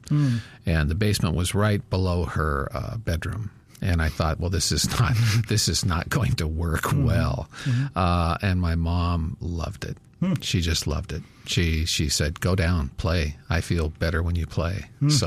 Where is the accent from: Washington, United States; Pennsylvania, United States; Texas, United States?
Washington, United States; Seattle; If you're a person of my age and growing up in Seattle at this time